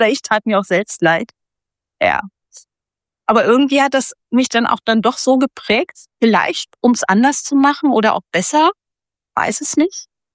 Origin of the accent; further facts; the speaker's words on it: Berlin, Germany; Ich bin in Berlin groß geworden, ja, mittendrin.